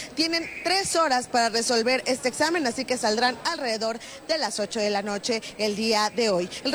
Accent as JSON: {"language": "Spanish", "country": "Mexico"}